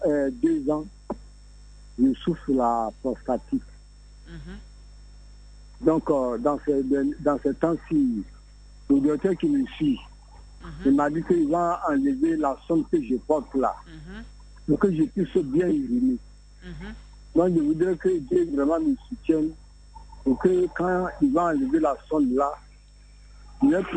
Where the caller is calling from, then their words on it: Abidjan, Côte d’Ivoire; À la Riviera.